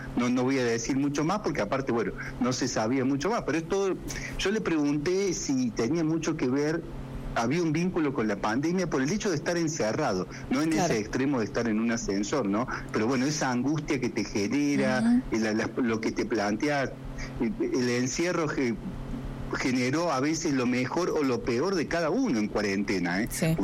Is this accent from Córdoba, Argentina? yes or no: yes; Córdoba, Argentina; moved away; yo soy cordobés.